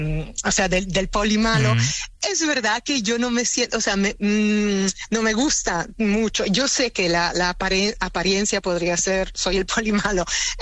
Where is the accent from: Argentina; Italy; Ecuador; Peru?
Italy; Spanish is a second language; y yo soy italiana, pero como agente siempre he trabajado en España